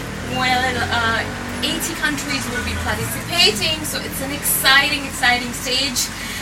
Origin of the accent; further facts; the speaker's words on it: Mumbai, Maharashtra, India; now in United Kingdom; So I originally come from Mumbai, India.